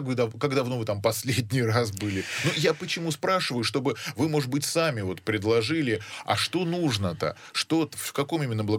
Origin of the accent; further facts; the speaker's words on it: Yekaterinburg, Sverdlovsk Oblast, Russia; я вроде бы Орджоникидзевский район, я тоже коренной орджоникидзевец.